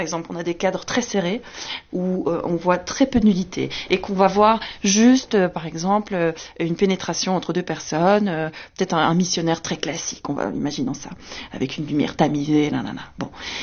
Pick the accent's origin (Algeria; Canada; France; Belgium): Belgium; Brussels, Brussels-Capital Region; parce que je suis bruxelloise